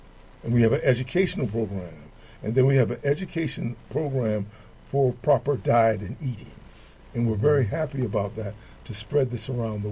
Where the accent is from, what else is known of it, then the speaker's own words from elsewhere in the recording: New York, United States; One of the great things growing up in New York, you had a certain friendship with people.